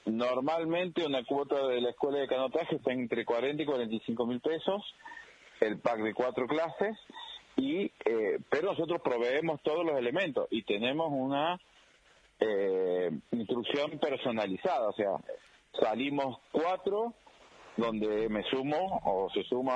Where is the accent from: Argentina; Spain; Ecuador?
Argentina; Potrero de los Funes, San Luis; en Potrero Los Funes, nosotros somos de acá, de Potrero Los Funes.